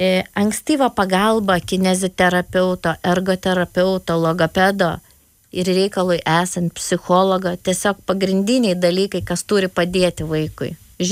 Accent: Anykščiai, Utena County, Lithuania; Esu pati iš Anykščio

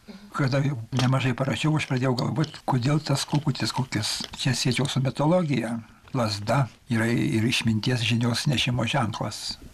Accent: Samogitia, Lithuania; Kadangi aš esu žemaitis

